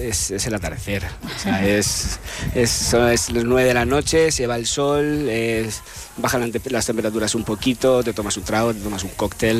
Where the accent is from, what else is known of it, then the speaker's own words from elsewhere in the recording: Casar de Cáceres, Extremadura, Spain; Yo soy extremeño. Extremadura por bandera, soy del Casar de Cáceres, guiño, guiño, de la torta del Casar.